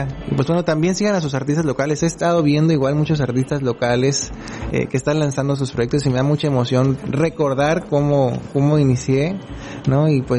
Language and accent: Spanish; Campeche, Mexico; aquí esta es mi tierra, yo amo Campeche